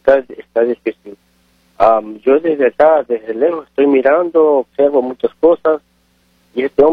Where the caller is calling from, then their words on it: Ecuador; Le estoy llamando desde Ecuador.